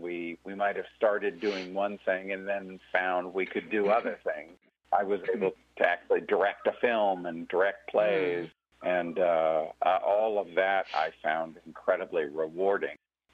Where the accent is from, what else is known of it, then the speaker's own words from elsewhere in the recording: Virginia, United States; she came from Kentucky, I came from Virginia